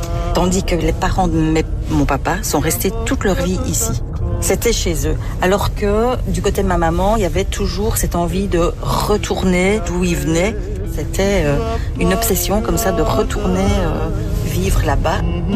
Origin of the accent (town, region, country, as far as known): Belgium